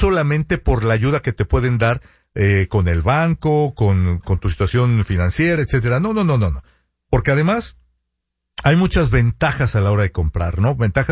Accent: Sonora, Mexico; Somos de Sonora.

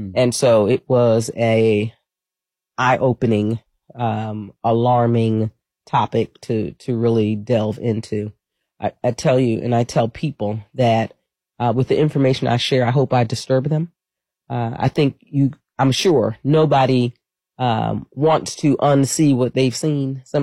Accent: Queens, New York, United States; moved away; I tell you, I'm a New Yorker. Mm-hmm. Been here for 32 years, but I'm still a New Yorker. Grew up in Queens, New York, and family of law enforcement folks.

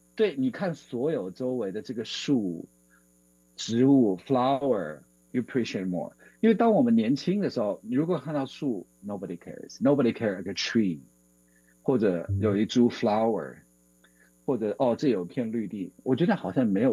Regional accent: Wuhan, Hubei, China; moved away; 因为我是在城市里长大的孩子哈，从小呢在武汉生活长大，就在武昌，然后呢一直就觉得我是个 city boy

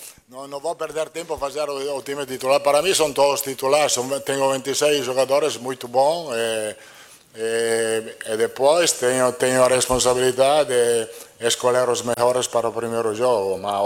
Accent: Italy; Sou italiano, não, e sou brasileiro, não.

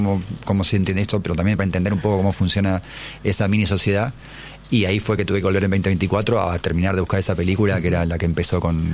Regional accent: Argentina; me parece que es lo único que nos une así como argentinos en todo sentido

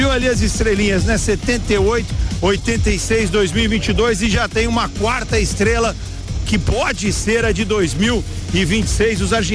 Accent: Brazil; porque nós somos de Brasil e estamos lhe perguntando também de Flaco López.

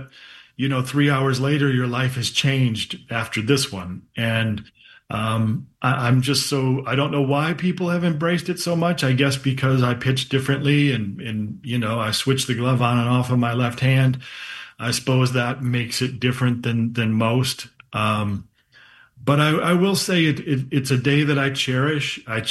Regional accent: Flint, Michigan, United States; the spirit of my hometown in Flint, Michigan

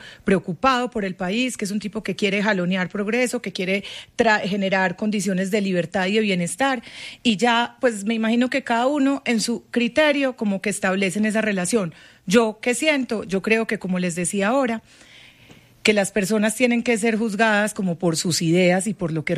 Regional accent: Antioquia, Colombia; Pues como buena antioqueña, yo también soy trovadora.

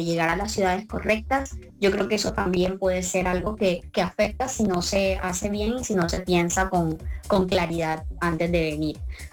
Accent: Colombia; moved away; esas palabras que nosotros tenemos como colombianos y que llegamos aquí diciendo

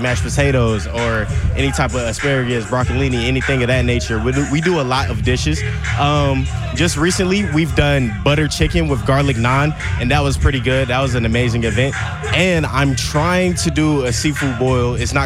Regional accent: Detroit, Michigan, United States; born there; now in Atlanta, United States; I was born in Detroit, but I live in Atlanta

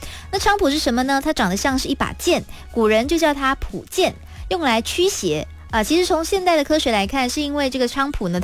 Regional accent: Kedah, Malaysia; 那我是吉打人嘛，所以我在那里也挺常吃到这样子的粽子的。

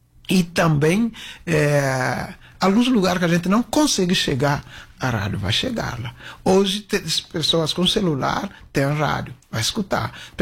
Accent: Bissau, Guinea-Bissau; eu cresci em Bissau

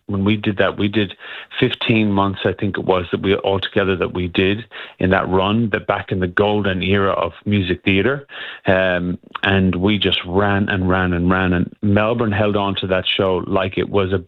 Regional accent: Longford, Leinster, Ireland; So I'm from Longford in Ireland, so it's the very, very centre, the most central county of Ireland.

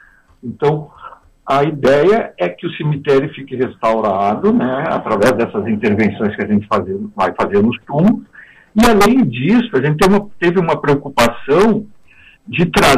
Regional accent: Porto Alegre, Rio Grande do Sul, Brazil; moved away; Eu venho de Porto Alegre

